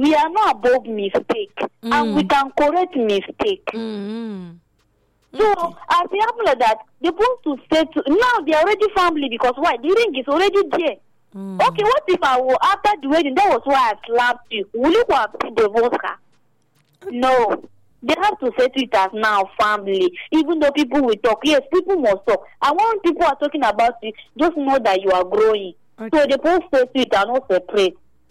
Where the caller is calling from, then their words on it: Benin; From Benin.